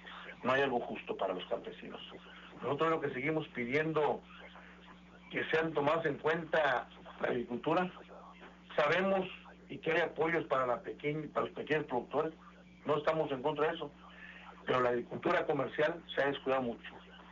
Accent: Estación Manuel, Tamaulipas, Mexico; de 28 pesos que estaba, hablo del precio de mi pueblo, Estación Manuel, hoy subió a 30 pesos el kilo.

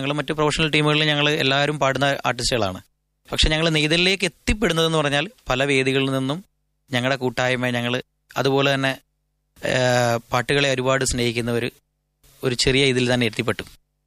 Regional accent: Kerala, India; നമ്മളൊരു അപ്പർ കുട്ടനാട് അല്ലെങ്കിൽ കുട്ടനാട് മേഖലയുമായി ബന്ധപ്പെട്ട ആളുകളാണ്.

